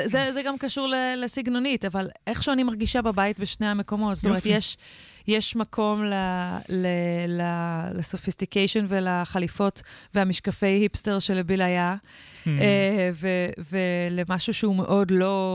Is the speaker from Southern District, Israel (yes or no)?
no; Kiryat Tiv'on, Northern District, Israel; בעיירה קטנה בטבעון שגדלתי בה